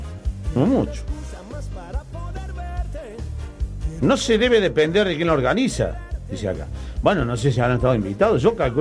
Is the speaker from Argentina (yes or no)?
yes; Bell Ville, Córdoba, Argentina; born there; Como los tres nacimos en Belleville.